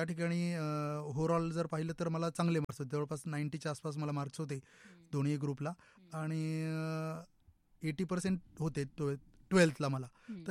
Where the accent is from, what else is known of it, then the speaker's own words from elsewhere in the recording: Hingangaon, Maharashtra, India; खरं तर माझं बालपण ग्रामीण भागामध्ये पूर्णतः व्यतीत झालेलं आहे। मी नगर शहराजवळच असलेलं हिंगणगाव या ठिकाणी माझं प्राथमिक एज्युकेशन मी पूर्ण केलं।